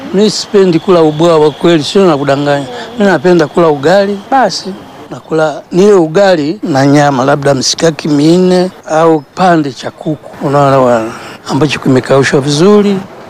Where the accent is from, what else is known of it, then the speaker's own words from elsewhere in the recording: Mvumi, Dodoma, Tanzania; born there; Mimi nimezaliwa Mvumi. Sawa, so, mwaka 1948.